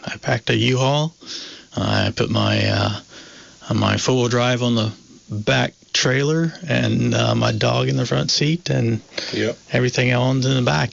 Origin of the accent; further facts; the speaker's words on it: North Carolina, United States; moved away as an adult; now in Vermont, United States; it's not much different than the area I grew up in North Carolina.